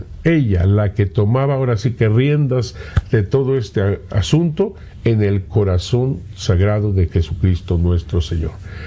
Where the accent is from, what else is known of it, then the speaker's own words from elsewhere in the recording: Mexico; es parte de nuestra herencia como mexicanos, como guadalupanos